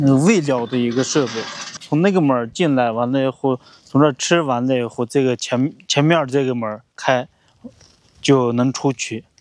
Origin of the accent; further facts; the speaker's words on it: Inner Mongolia, China; 我就是在牧区长大